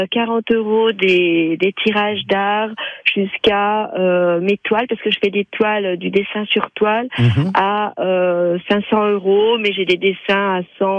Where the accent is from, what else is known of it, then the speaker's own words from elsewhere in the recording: Bourgogne-Franche-Comté, France; En fait, je suis pas de l'Allier, je suis de la Saône-et-Loire.